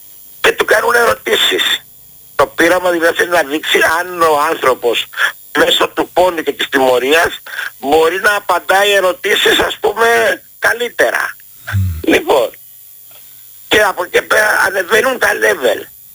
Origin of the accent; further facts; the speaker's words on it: Greece; όταν ήμουν μικρός εδώ στον Ελαιώνα